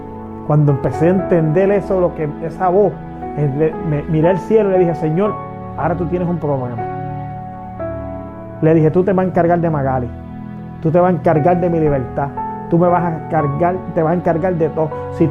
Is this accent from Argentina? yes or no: no; Cuba; empezaron a caer muchas lucecitas encima de mí como cubano